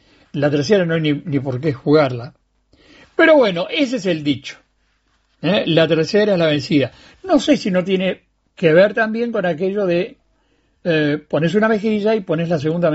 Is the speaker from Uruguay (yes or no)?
yes; Montevideo, Uruguay; en mi barrio, que es el barrio Bolívar, donde yo nací en Montevideo